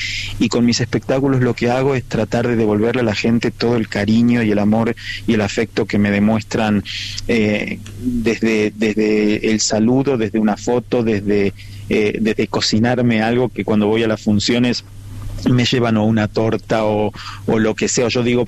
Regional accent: Argentina; recorremos toda la Argentina, y estamos felices de poder bailar en nuestro país, en mi país

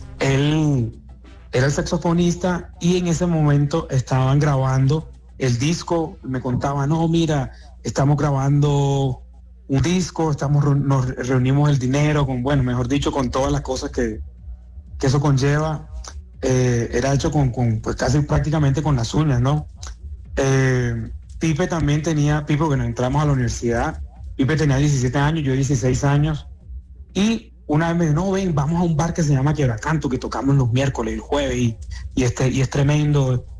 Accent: Montería, Córdoba, Colombia; moved away as an adult; now in Bogotá, Colombia; Vine a Bogotá hace en el 2004 a estudiar música. Soy de Montería.

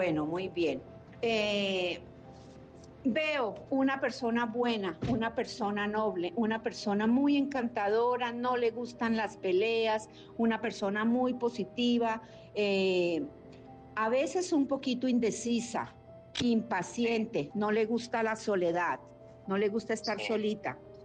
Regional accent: Mexico; Muy bien, yo soy mexicana, estoy, como le digo, tengo 30 años de experiencia.

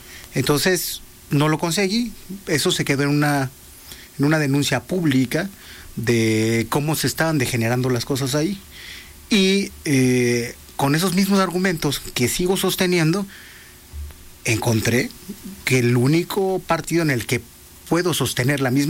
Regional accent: Mexico City, Mexico; born there; Soy un oaxaqueño nacido en Iztapalapa.

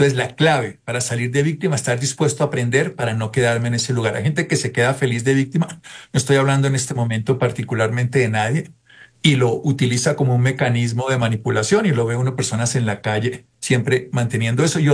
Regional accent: Colombia; Pero como colombianos, dejemos las divisiones, dejemos todas las hipótesis que nos separan y juntémonos porque nos tiene doler a todos.

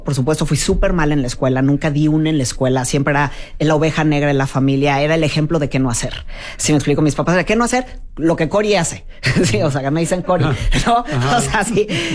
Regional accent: Mexico; born there; Sí, bueno, nací en México, por supuesto, y mi mamá, de pueblo, nunca aprendió a hablar inglés

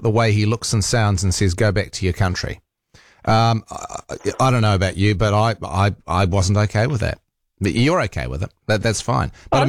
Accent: New Zealand; No, I'm a New Zealander. I'm a born.

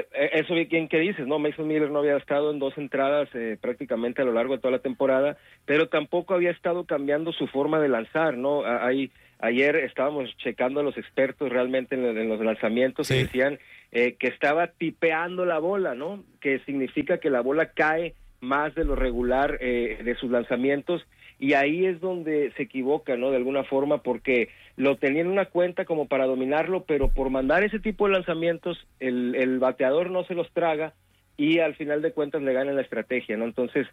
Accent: Mexico; somos los mexicanos

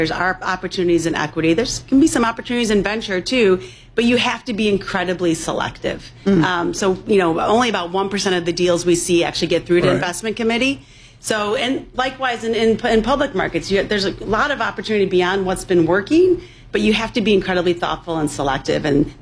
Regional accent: Chicago, Illinois, United States; I grew up on the South Side, went to Mother Macaulay High School.

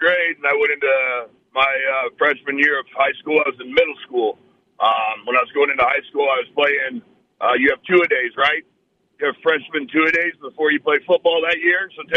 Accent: Decatur, Indiana, United States; I'm from Decatur, Indiana

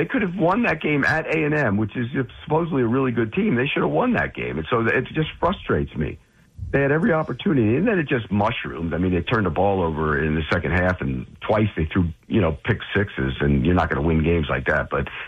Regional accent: Florida, United States; moved away; I grew up in South Florida when I was a kid.

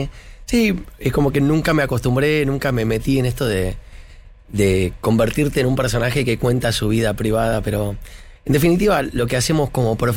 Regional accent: Adrogué, Buenos Aires Province, Argentina; moved away; Yo soy de Adrogué, provincia de Buenos Aires.

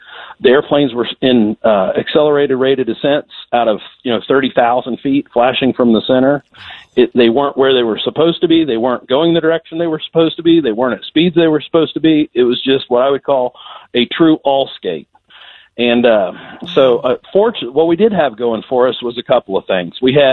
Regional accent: Attica, Indiana, United States; now in Indianapolis, United States; I grew up in West Central Indiana in a town called Attica, Indiana.

